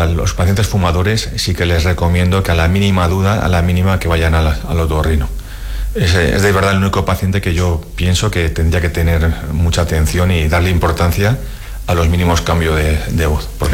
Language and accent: Spanish; Alicante, Valencian Community, Spain; moved away; Yo soy de Alicante, trabajo allí muchos años